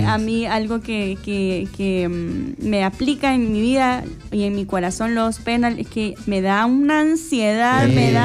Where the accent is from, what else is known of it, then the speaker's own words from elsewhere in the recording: El Salvador; nosotros como salvadoreños somos aficionados a nuestro fútbol nacional